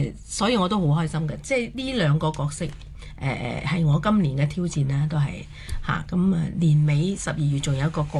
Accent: Macau; 我係澳門一個土生土長一個人，我唔係一個紅褲仔出身嘅人

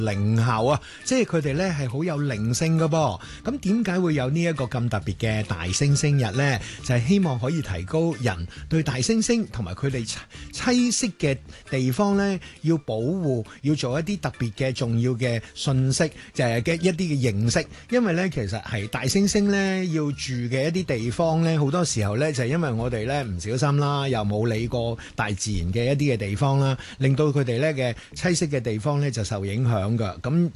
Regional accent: Hong Kong; 我哋香港人

